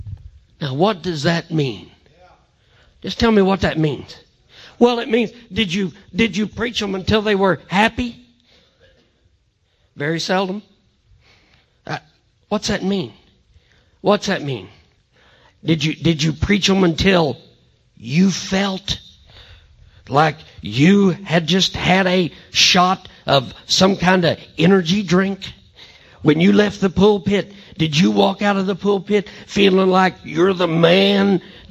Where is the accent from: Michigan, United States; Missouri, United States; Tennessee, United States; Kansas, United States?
Missouri, United States; I'm from Missouri